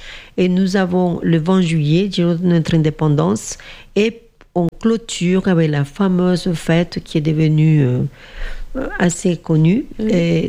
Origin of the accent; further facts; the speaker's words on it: Colombia; Mais on est tous des Colombiens et s'il le faut se sentir fier de ça, c'est vrai.